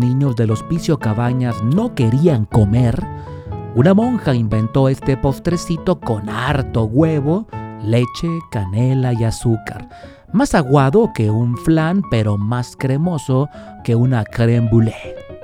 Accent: Guadalajara, Jalisco, Mexico; orgullosos jaliscienses, orgullosos tapatíos

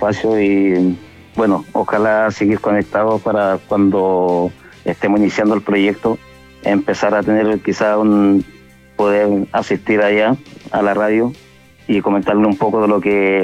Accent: Chimbarongo, O'Higgins, Chile

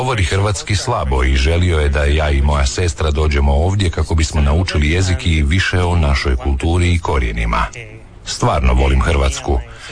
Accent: Ecuador; Croatian is a second language; now in Croatia; Dolazim iz Ekvadora. Moji preci su iz Hrvatske, a moj tata je došao ovdje u sklopu istog programa 1995. godine.

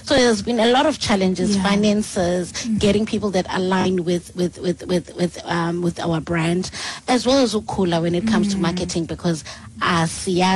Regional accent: Eastern Cape, South Africa; we're from the Eastern Cape

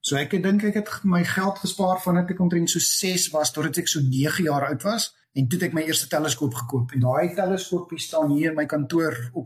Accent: Brackenfell, Western Cape, South Africa; Ja, so ek is maar 'n noordelike voorstede Kaapstad kind. Ek is gebore in Huisnaam, maar my ma het getrek Brackenfell toe ek omtrent so 2 jaar oud is. En ek het my hele lewe lank in Brackenfell spandeer.

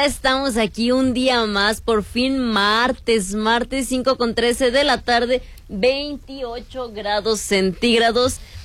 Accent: Mexico; nos representa como mexicanos

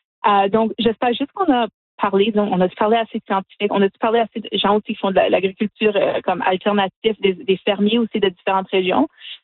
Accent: Sudbury, Ontario, Canada; Aussi, nous, on vient de Sudbury. Donc, c'est une ville minière où on paye encore le prix pour certaines des choses qui sont passées dans le passé.

